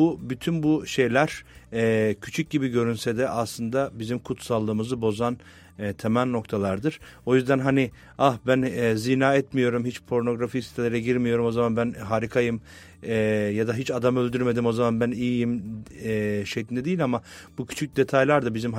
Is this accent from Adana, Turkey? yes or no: yes; Adana, Turkey; Ben Adanalıyım aslen. Bizim memleketimizde benim gençlik yıllarımda otobüslerde muavinler vardı.